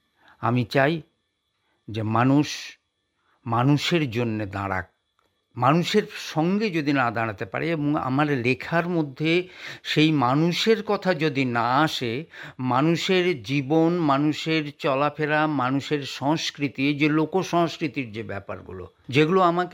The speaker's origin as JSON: {"language": "Bangla", "area": "our district", "region": "West Bengal", "country": "India", "said": "আমাদের সেই কুমারগঞ্জে যে ব্লকটা আছে আমাদের জেলার"}